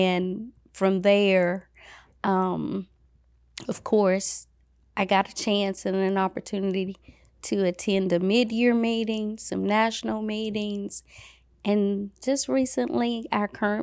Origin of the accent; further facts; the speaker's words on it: Mississippi, United States; Growing up in the Mississippi Delta, I had no knowledge of the Society of St. Vincent de Paul. The only knowledge I had of Catholic was the parish that I attended, St. Gabriel's Catholic Church, and the Oblate Sisters of Providence.